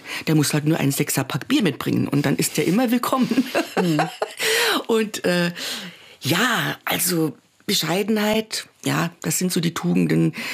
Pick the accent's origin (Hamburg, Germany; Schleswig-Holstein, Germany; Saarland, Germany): Saarland, Germany; Nohfelden; also born or lived in Saarbrücken; wir sind also hier in Saarbrücken geboren. Die jüngste Schwester, da waren wir schon da, wo ich dann letztendlich aufgewachsen bin. Und das ist ein kleiner Ort in der Gemeinde Nohfelden. Da bin ich aufgewachsen und da bin ich geblieben bis heute. Und da werde ich auch bleiben.